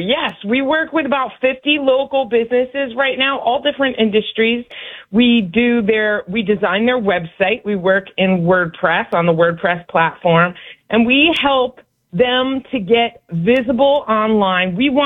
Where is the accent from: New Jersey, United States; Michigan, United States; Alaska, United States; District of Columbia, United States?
New Jersey, United States; Point Pleasant; Born and bred on the Jersey Shore. Yeah, born in Point Pleasant Hospital. Now we're down a little further south. We're closer to Seaside these days